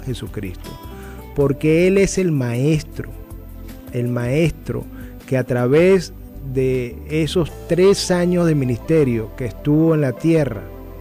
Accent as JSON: {"language": "Spanish", "country": "Venezuela", "said": "cuando nosotros como cristianos, como venezolanos, como seres humanos"}